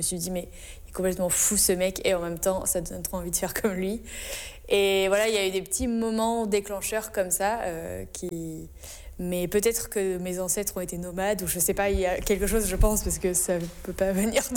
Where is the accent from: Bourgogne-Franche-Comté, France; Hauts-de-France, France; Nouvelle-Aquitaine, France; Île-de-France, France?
Nouvelle-Aquitaine, France; Moi, je viens de la Charente. Mes parents, ils étaient agriculteurs et j'ai grandi vraiment tout le temps dans la nature